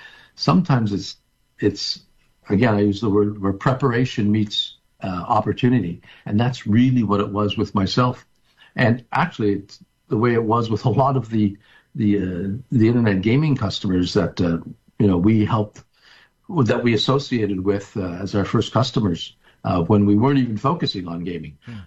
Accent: Quebec, Canada; also born or lived in Plattsburgh; I'm from Southern Quebec, but I grew up, I was born just across the border in Plattsburgh, New York, so I had both citizenships.

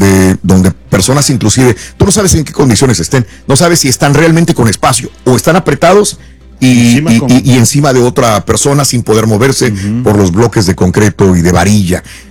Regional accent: Mexico; sobre todo en nuestro México

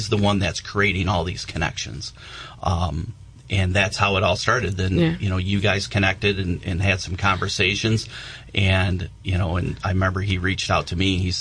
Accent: Lansing, Michigan, United States; And I said, from Lansing, Michigan.

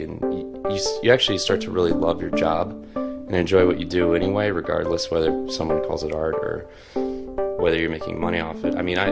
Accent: Delaware, United States; I grew up in Delaware, which is a big chemical sort of powerhouse, as were DuPont and a bunch of prescription drug companies are

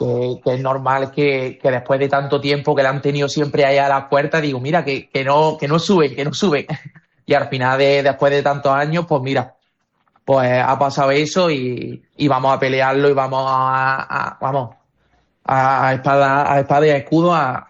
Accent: Córdoba, Andalusia, Spain; also born or lived in Rota; now in Jerez, Spain; yo nací en Rota, pero que mi familia, mis amigos, todo el mundo es de Córdoba y vamos, que soy cordobés.

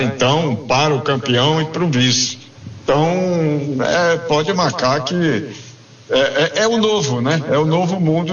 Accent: Brazil; não sei se só para nós que somos brasileiros, né?

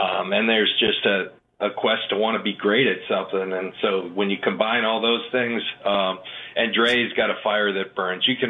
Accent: San Diego, California, United States; the Chargers, when my hometown asked me, and they weren't a good team at the time.

